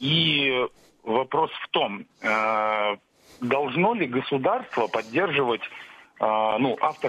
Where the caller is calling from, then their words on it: Kaliningrad, Kaliningrad Oblast, Russia; я из Калининграда сам